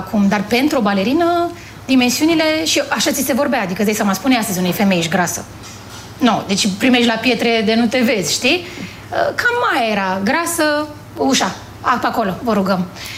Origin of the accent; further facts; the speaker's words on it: Bucharest, Romania; also born or lived in Stântava, Giurgiu; m-a crescut mama mamei mele și am crescut undeva prin Ferentari, tot la casă, în curte, pe bătătură